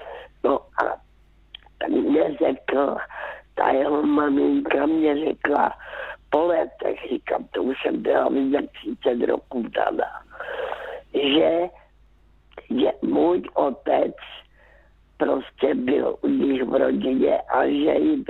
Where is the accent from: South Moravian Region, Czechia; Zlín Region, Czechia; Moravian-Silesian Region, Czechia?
Zlín Region, Czechia; Karolinka; born there